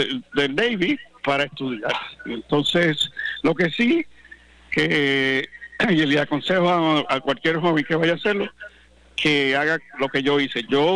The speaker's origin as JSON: {"language": "Spanish", "town": "Bayamón", "country": "Puerto Rico", "moved": "as an adult", "lives_now": "San Germán, Puerto Rico", "said": "yo soy de Bayamón"}